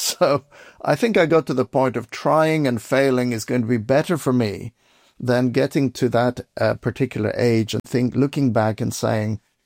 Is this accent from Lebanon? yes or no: yes; Beirut, Beirut Governorate, Lebanon; I was a kid growing up in Beirut, Lebanon. There was a civil war going on. I was 10 years old.